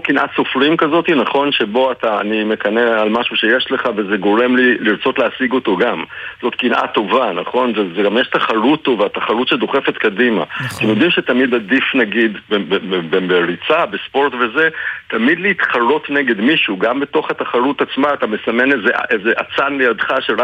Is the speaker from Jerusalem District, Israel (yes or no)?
yes; Jerusalem, Jerusalem District, Israel; נגיד שאני גדלתי בירושלים והייתי בא עם זוג נעליים פעם בשנה